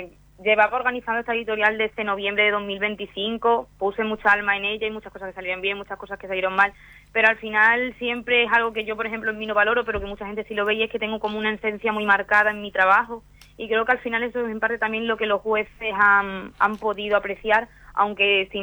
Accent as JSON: {"language": "Spanish", "town": "Mérida", "region": "Extremadura", "country": "Spain", "said": "Yo soy de Mérida, Extremadura."}